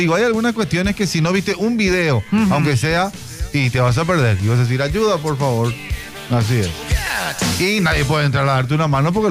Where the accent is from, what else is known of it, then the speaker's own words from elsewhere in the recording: Asunción, Paraguay; nosotros somos de Asunción